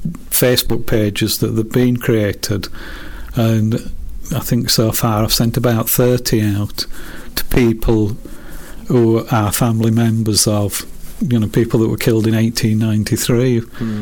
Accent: Dewsbury, Yorkshire and the Humber, United Kingdom; I'm from Thornhill.

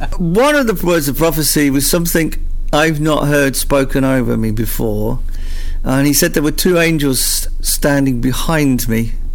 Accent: United Kingdom; particularly as British Christians, because of our natural culture

